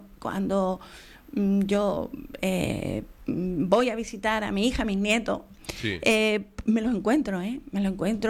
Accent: Andalusia, Spain; accent: ceceo; Pero señores, que somos andaluces

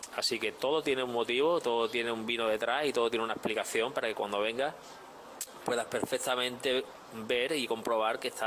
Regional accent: Málaga, Andalusia, Spain; en Málaga, yo soy malagueño, pues allí en calle Bailén tenía a mi abuela a la casa

